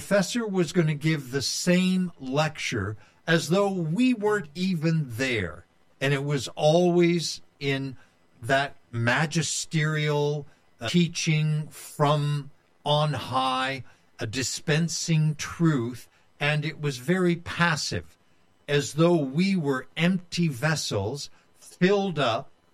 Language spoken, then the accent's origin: English; Marshall, Texas, United States; born there; moved away; I was born in 1950 in Marshall, Texas.